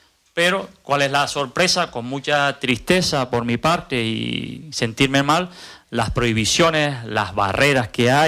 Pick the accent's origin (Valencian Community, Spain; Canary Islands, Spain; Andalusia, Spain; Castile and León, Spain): Canary Islands, Spain; Tenerife; born there; vengo de Albarda